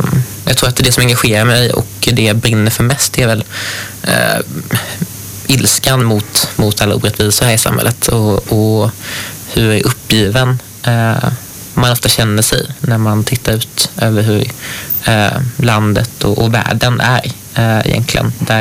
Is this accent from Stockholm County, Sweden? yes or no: yes; Sollentuna, Stockholm County, Sweden; also born or lived in Södertälje / Gothenburg; now in Trollhättan, Sweden; Jag är född i Södertälje och flyttade sen med familj till Sollentuna i Stockholm. Sen har vi pendlat mellan Stockholm och Göteborg under många år